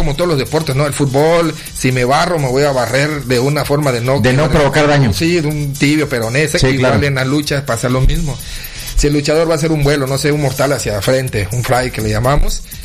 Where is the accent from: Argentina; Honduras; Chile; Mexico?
Mexico; Campeche; yo vengo de Campeche